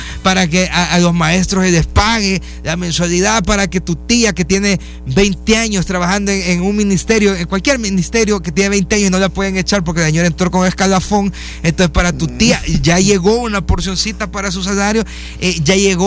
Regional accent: El Salvador

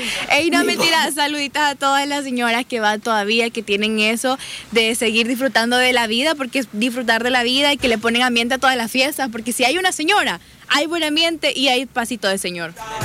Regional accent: Sonsonate, El Salvador; yo soy de Sonsonate y en Sonsonate le decimos topoillos.

